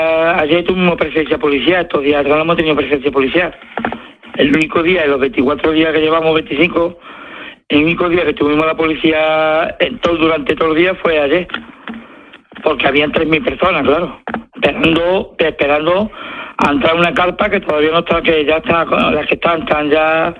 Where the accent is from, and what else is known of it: Spain